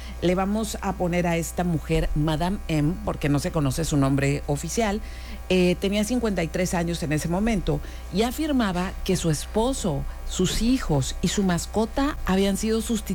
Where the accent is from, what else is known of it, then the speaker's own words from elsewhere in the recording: Mexicali, Baja California, Mexico; moved away; ¿De qué parte del norte eres? Y le dije, Mexicali.